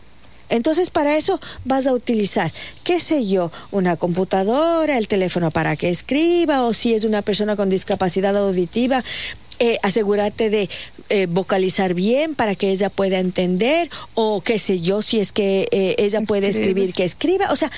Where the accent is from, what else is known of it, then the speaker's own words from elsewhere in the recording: Quito, Pichincha, Ecuador; soy quiteña, pero ibarreña de corazón, no. Como verás, porque yo, bueno, mi familia sí es ibarreña, mi familia materna y paterna son ibarreños, y yo siempre quise nacer en Ibarra.